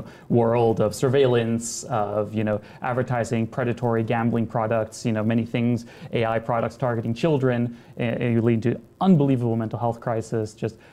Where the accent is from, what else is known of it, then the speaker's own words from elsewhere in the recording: United States; born there; My father's American, I was born in America, but my mom's German, and so I've been exposed to both cultures.